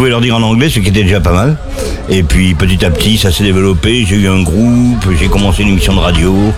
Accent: France; moved away; also born or lived in United States; je suis français

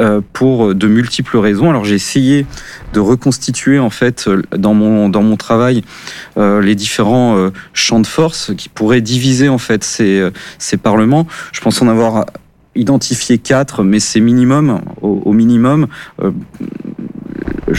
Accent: Bordeaux, Nouvelle-Aquitaine, France; je suis bordelais

